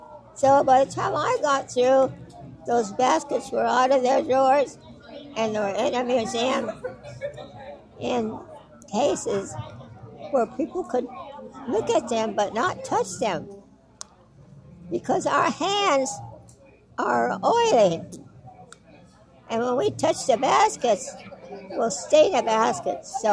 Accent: Bay Area, California, United States; moved away as an adult; now in Yosemite, United States; I'm not from here. I'm from the Bay Area.

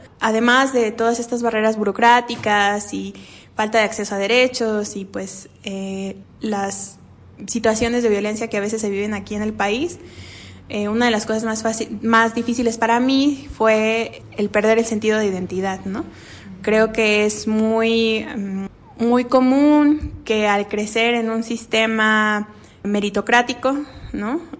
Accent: South Carolina, United States; now in Mexico; Para entonces yo ya tenía casi 8 años de retornada, ¿no? Pues crecí en Carolina del Sur y estaba estudiando la carrera de Derecho en la UNAM

